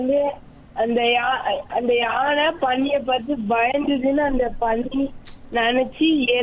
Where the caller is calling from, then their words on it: Nagercoil, Tamil Nadu, India; Nagercoil